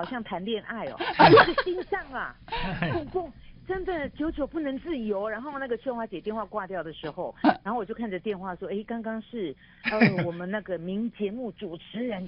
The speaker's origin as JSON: {"language": "Chinese", "region": "Taipei", "country": "Taiwan", "tie": "born there", "said": "我是台北出生"}